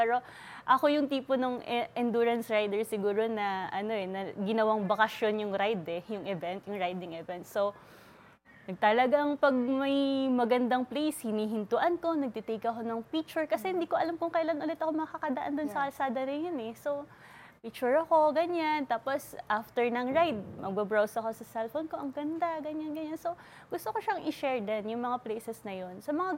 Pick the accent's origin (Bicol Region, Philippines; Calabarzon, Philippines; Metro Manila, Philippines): Bicol Region, Philippines; I was born and raised in Catanduanes, and ang weird ng feeling na para akong naging banyaga sa sarili kong lugar.